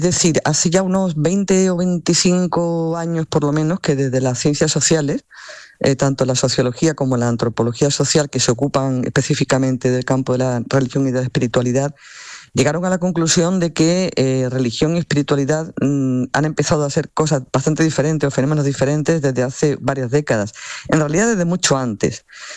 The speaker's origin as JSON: {"language": "Spanish", "country": "Spain"}